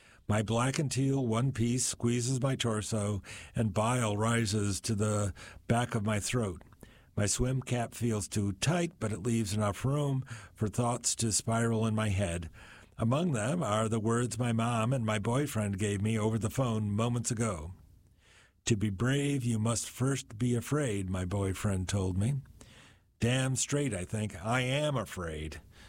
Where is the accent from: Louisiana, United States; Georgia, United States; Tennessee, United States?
Tennessee, United States; Nashville; My hometown of Nashville was not an exception.